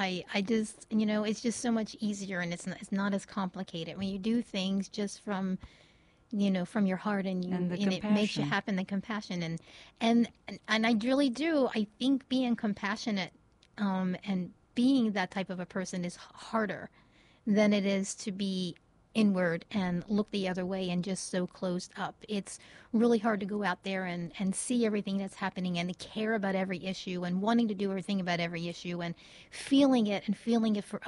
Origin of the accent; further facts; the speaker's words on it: Baltimore, Maryland, United States; This probably shows my age a little bit, but I grew up in Baltimore City